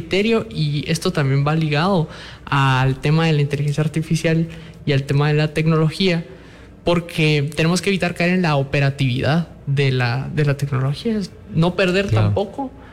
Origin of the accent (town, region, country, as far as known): Guatemala